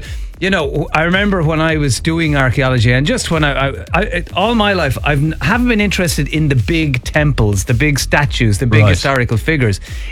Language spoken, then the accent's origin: English; Ireland; So as Irish people, we just want to see inside your gaff.